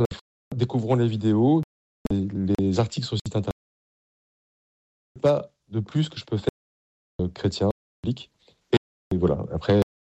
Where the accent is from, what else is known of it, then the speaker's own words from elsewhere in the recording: Paris, Île-de-France, France; Et même si j'ai grandi à Paris, mais j'ai beaucoup de cousins dans le sud-ouest